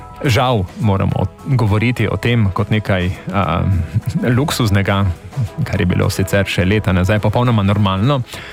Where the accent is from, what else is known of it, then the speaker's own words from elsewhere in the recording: Slovenian Littoral, Slovenia; rezultati ankete so pokazali, da Primorci še vedno in tudi telefonov seveda prisegamo na domačo kuhinjo.